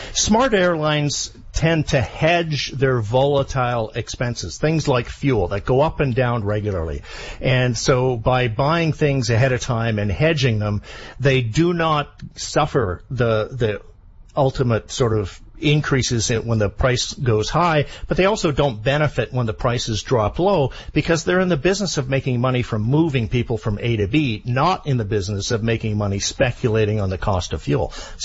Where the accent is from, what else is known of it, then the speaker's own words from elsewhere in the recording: British Columbia, Canada; I grew up in British Columbia.